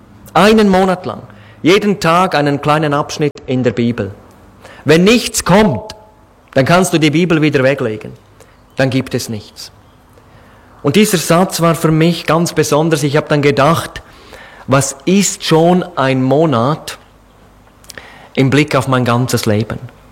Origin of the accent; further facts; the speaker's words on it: Switzerland; Ich möchte auch danken für die Einladung, dass ich als Schweizer hierher kommen durfte.